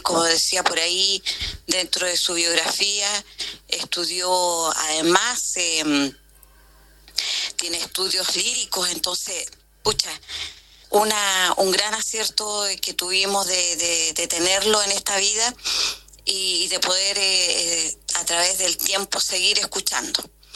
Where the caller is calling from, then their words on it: Quilicura, Santiago Metropolitan Region, Chile; de Quilicura.